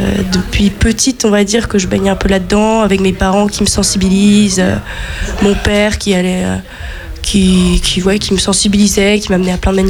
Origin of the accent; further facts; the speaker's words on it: Brittany, France; nous, dans le Finistère, on est pas mal du tout.